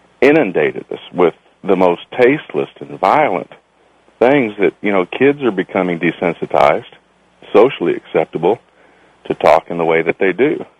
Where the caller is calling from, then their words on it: Texas, United States; I'm calling from Texas.